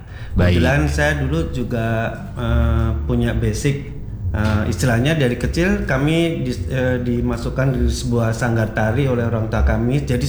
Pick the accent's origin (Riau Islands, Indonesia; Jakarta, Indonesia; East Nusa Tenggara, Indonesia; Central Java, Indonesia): Jakarta, Indonesia; kita ini orang Jakarta